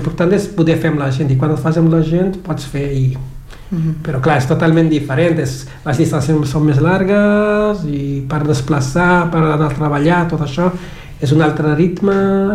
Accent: Mindelo, São Vicente, Cape Verde; moved away as an adult; now in Catalonia, Spain; jo sóc de San Vicente, la ciutat és Mindelo, seria més o menys com Barcelona, la segona ciutat.

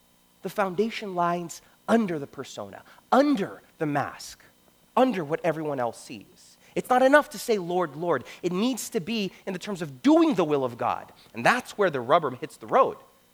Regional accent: Brazil; moved away; And I'm from Brazil, all right?

